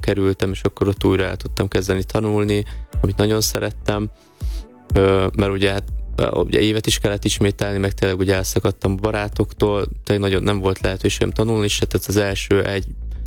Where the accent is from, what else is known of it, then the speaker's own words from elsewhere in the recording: Nagyváty, Baranya, Hungary; ugye a apukám maradt otthon a bátyámmal, ugye Pécs mellett, Nagyvátyon, uh-huh. Ugye szülőfalumba